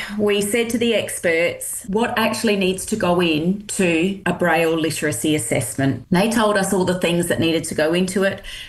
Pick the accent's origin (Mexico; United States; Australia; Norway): Australia; Adelaide, South Australia; how exciting that it's in my hometown of Adelaide too, which is just fabulous.